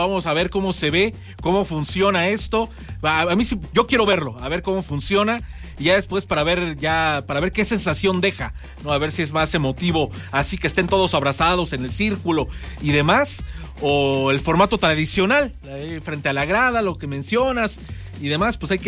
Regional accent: Mexico

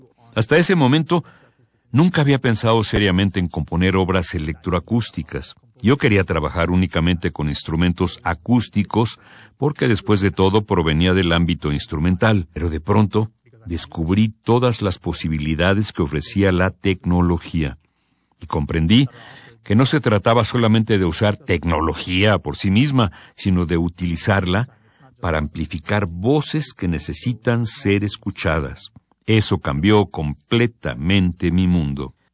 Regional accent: Philippines

